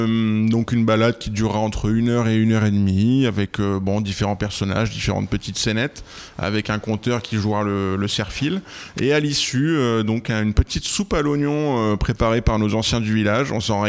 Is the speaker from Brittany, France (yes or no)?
yes; Brittany, France; moved away; Moi, j'ai grandi avec ça en Bretagne. Alors, j'ai pas la chance d'être né dans le Gers, mais j'ai grandi avec ça en Bretagne.